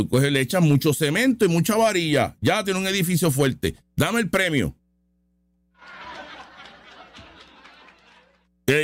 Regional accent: Puerto Rico

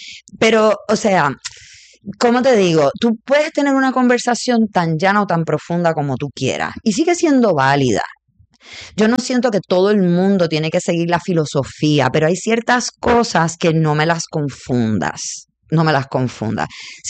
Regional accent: Puerto Rico; Yo soy boricua y me gusta la vida y los sentidos, por eso soy tántrica.

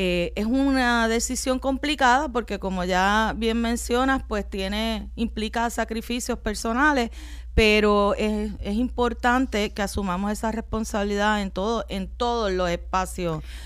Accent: Bayamón, Puerto Rico; Yo soy de Bayamón. Toda mi familia es de Bayamón. Estudié toda mi vida en escuela pública, desde kinder hasta la Universidad de Puerto Rico

